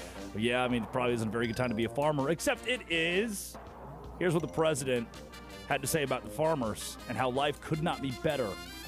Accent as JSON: {"language": "English", "region": "Arkansas", "country": "United States", "tie": "born or raised there", "said": "I grew up in Arkansas."}